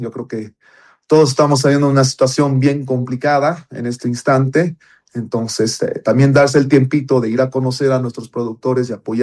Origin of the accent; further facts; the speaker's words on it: Bolivia; nosotros como bolivianos